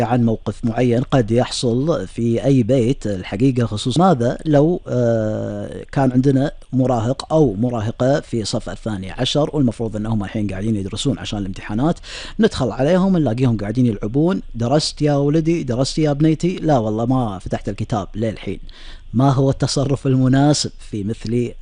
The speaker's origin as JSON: {"language": "Arabic", "country": "Kuwait", "said": "بلدنا الكويت"}